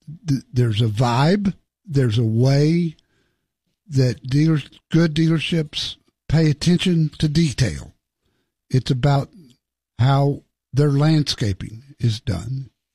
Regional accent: Dallas, Texas, United States; The Cleveland audience loved this show, I believe, more than in my hometown of Dallas, Texas.

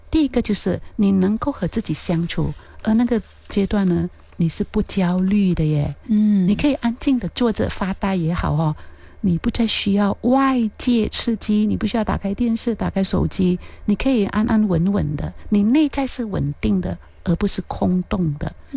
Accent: Pahang, Malaysia; 我来自彭亨玻璃口新村，我们村里头有一个民众图书馆，65年的民众图书馆

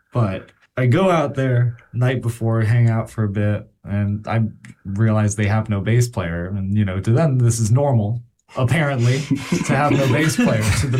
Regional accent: Columbus, Ohio, United States; I'm from Columbus, Ohio

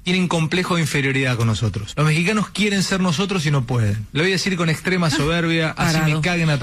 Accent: Argentina; somos Argentina

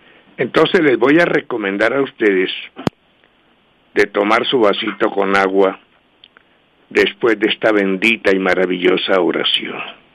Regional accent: Colombia

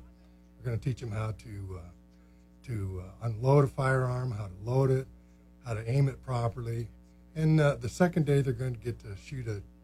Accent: Wisconsin, United States; born there; I was born in Wisconsin.

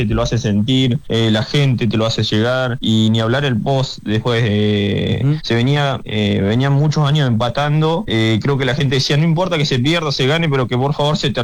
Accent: Neuquén, Argentina; Sí, la verdad que soy de Neuquén, pero se me ha pegado un poquito la tonada. Es difícil todo el día escuchando a los cordobeses que no se te pegue un poco.

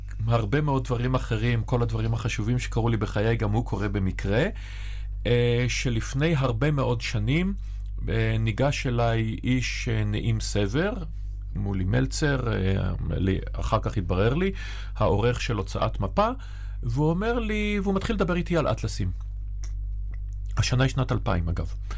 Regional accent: Haifa, Haifa District, Israel; אני בתור חיפאי

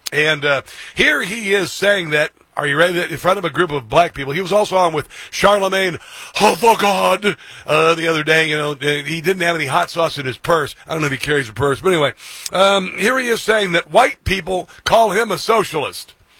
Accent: Egypt; Yeah, I'm from Egypt.

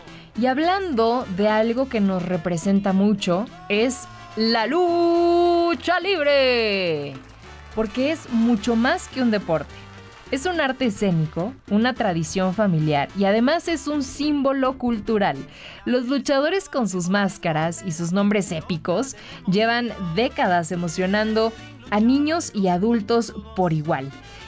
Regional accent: Mexico

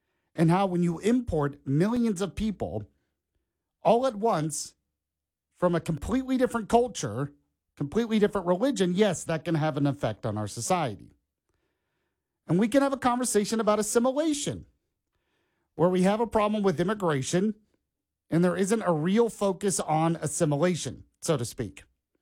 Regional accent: Orlando, Florida, United States; Born and raised close to where I grew up in Orlando, Florida.

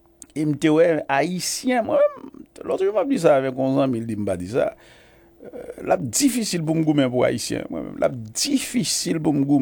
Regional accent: Haiti; C'est comme si on est haïtien, mais on n'est pas fier d'être haïtien.

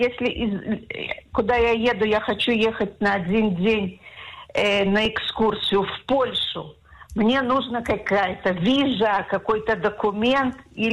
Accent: Kfar Yona, Central District, Israel; Я из Кфарьона

